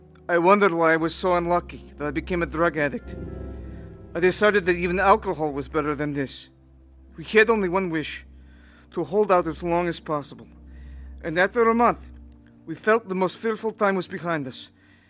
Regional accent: Russia; In Russia, we were taught that God does not exist.

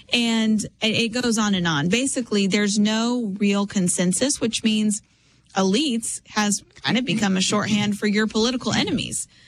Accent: Texas, United States; I'm from Texas.

